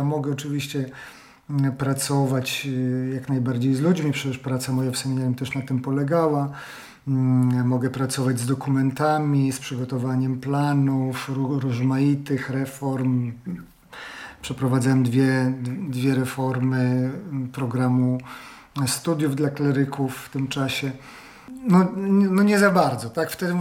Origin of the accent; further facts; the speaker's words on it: Pabianice, Łódź Voivodeship, Poland; moved away; Tylko podstawowa szkoła pierwszego stopnia w Pabianicach, bo pochodzę z Pabianic.